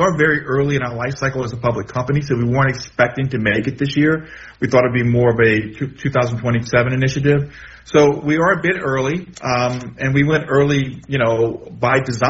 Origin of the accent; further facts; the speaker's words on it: New Orleans, Louisiana, United States; I'm from New Orleans.